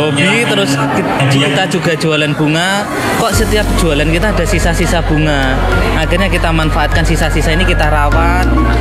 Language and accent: Indonesian; Tawangmangu, Central Java, Indonesia; di kampung saya, di daerah pelosok, di desa Lurah, di Tawangmangu.